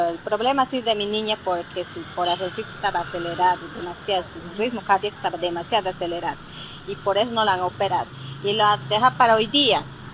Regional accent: Juanjuí, San Martín, Peru; Mi hijita, yo vengo de Juanjuy, estoy aquí desde el jueves, ya.

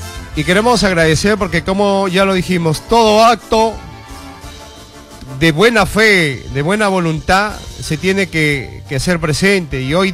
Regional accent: Quiruvilca, La Libertad, Peru; como quiruiquinos, hemos nacido, hemos crecido, hemos vivido gran parte de nuestra vida en Quiruvica y lo seguimos haciendo.

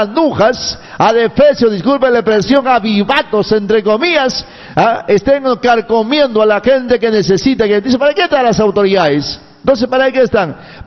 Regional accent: Peru; yo soy un ciudadano peruano, soy un cristiano

